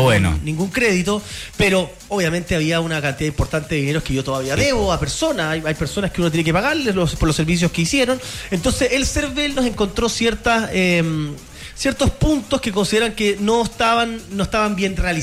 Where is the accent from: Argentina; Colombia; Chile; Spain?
Chile; Limache, Valparaíso; yo soy de Limache, entonces onda, hay mucha gente que escucha la radio Libra